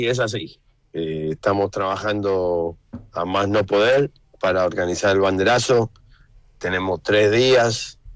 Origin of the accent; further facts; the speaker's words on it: Buenos Aires, Argentina; moved away as an adult; now in New York, United States; Del viejo Fortín de Villaluro, la calle Basualdo y Pizarro.